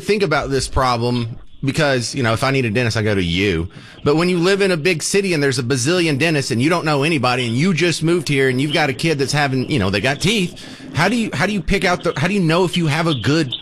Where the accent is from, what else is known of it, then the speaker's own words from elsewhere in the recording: Bug Tussle, United States; I'm from a very small town. I'm from Bug Tussle.